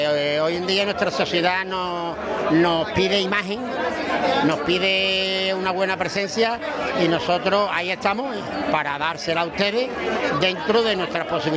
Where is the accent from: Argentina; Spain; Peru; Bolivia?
Spain; Seville, Andalusia; born there; moved away as an adult; now in Rota, Spain; y me vine a vivir aquí porque también lo quiero de toda la vida esta tierra, igual que quiero mi tierra de Sevilla, que es donde nací